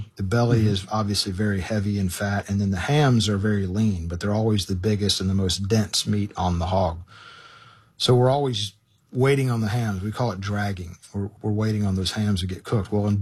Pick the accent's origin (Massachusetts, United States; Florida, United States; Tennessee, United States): Tennessee, United States; Memphis; born there; I was born in Memphis.